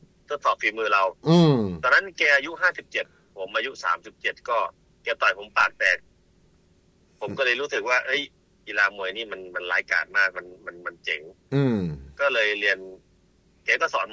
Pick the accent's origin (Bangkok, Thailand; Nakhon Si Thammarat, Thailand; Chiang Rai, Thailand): Nakhon Si Thammarat, Thailand; now in Pathum Thani, Thailand; ่เป็นคนจังหวัดนครธรรมราชครับ